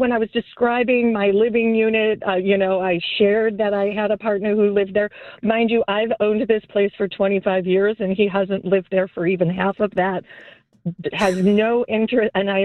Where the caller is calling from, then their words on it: Chicago, Illinois, United States; I live in Chicago and I've lived in my condo for a couple, 20 years, couple decades.